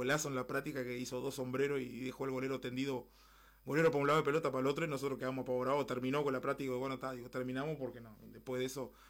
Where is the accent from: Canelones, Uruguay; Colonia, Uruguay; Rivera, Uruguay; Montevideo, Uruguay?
Rivera, Uruguay; Tranqueras; Y la verdad que me agrada mucho ver eso en mi pueblo, en nuestro estadio, la cantidad de jugadores, el dinamismo que existió.